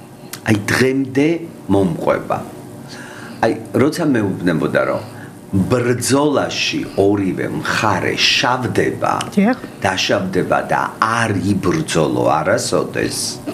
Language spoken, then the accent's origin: Georgian; Chiatura, Imereti, Georgia; moved away; მე გავიზარდე და დავიბადე ჭიათურაში.